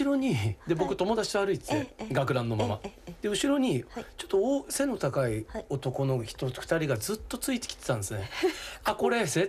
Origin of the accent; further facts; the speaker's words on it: Tokyo, Japan; 地元日暮里で全然駒沢と離れてるじゃないですか